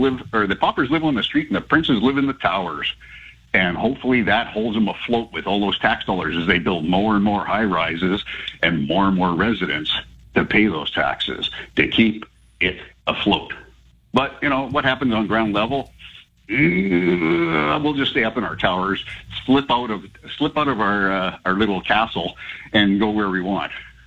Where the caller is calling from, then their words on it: Central Saanich, British Columbia, Canada; from Central Saanich.